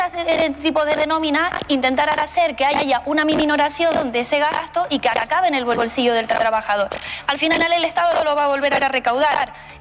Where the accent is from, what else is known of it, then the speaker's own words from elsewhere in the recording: Tenerife, Canary Islands, Spain; nosotros que somos de Tenerife